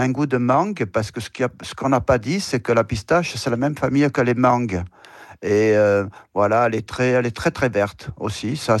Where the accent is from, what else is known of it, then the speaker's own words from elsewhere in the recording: Provence-Alpes-Côte d'Azur, France; chez nous en Provence